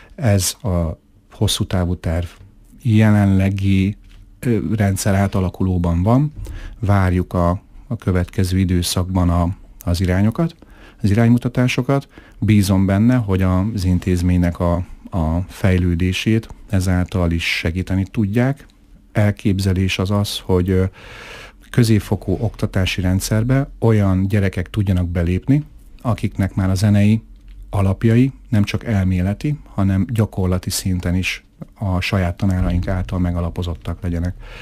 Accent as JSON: {"language": "Hungarian", "town": "Miskolc", "region": "Borsod-Abaúj-Zemplén", "country": "Hungary", "tie": "born or raised there", "said": "úgyhogy ide jártam, itt éltem, itt nőttem föl."}